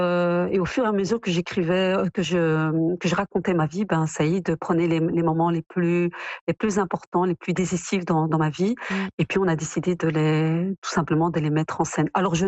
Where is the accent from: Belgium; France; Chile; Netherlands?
Belgium; Je suis née en Belgique, j'y ai grandi, j'ai construit ma vie, mais j'ai toujours un attachement très fort au Maroc